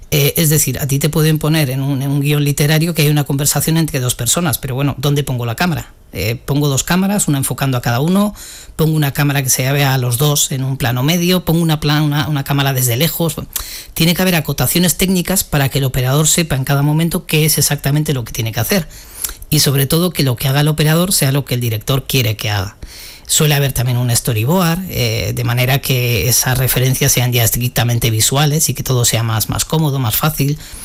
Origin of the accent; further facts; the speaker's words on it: Alsasua, Navarre, Spain; el recuerdo que yo tengo de ir al cine por primera vez era en un pueblecito donde vivía de pequeño, en Alsasua, ir con mi abuela.